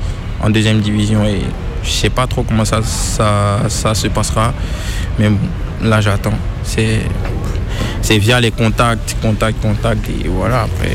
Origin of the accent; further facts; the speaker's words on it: Côte d’Ivoire; je suis ivoirien.